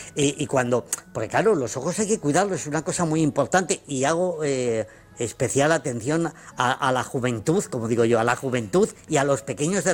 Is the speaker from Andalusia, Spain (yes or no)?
no; Zamora, Castile and León, Spain; como soy de Zamora y soy muy chulo